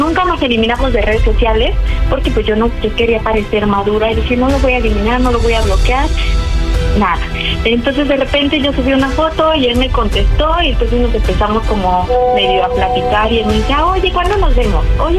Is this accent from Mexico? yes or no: yes; Cuautla, Morelos, Mexico; Tengo 34 años y soy de Cuautla, Morelos.